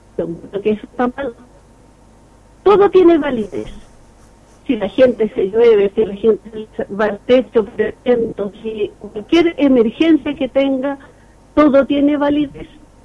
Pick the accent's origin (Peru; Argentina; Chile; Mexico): Chile; somos todos chilenos.